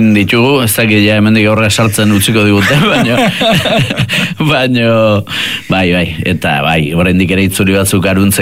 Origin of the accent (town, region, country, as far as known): Errenteria, Basque Country, Spain; born there